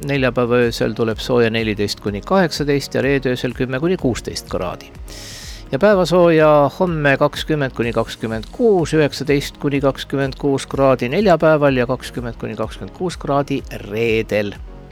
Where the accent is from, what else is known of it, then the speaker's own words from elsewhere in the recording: Muhu, Saare County, Estonia; mina kui sünnipärane muhulane, mina tean, noh, muhulased on nagu väga edased, ega muhus sellist väga head randa ei ole, et seal minu kodukandis seal on kaks varianti, kas on väga kivine või on väga mudane.